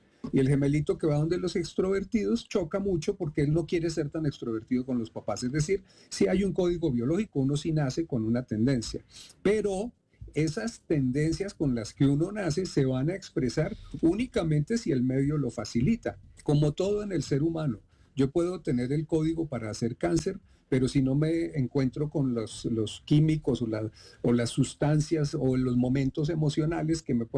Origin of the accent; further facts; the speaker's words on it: Bogotá, Colombia; Yo soy Rolo Chapinero Unoala, pero además soy colombiano y soy colombiano y pertenezco y me miran como colombiano aquí